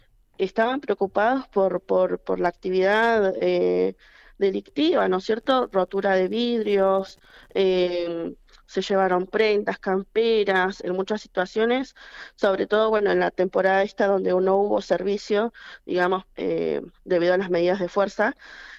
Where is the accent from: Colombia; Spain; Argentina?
Argentina; Caleta Olivia, Santa Cruz; No, la verdad, y más para uno que es de acá y vive acá y te preguntan, o vas a tal lado, ¿de dónde sos de Caleta?